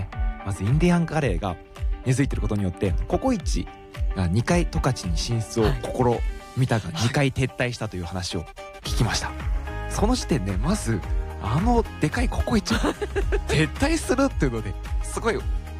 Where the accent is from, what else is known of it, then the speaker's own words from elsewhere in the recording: Saitama, Japan; now in Tokachi, Japan; 自分埼玉出身で